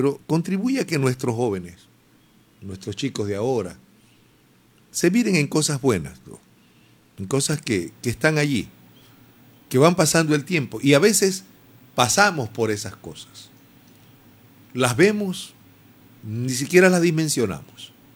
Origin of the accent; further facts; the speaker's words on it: Ecuador; Nosotros que tenemos nuestra sangre africana. Y una de las cosas que no guardamos aquí los negros de Ecuador y de buena parte de América, fue la lengua.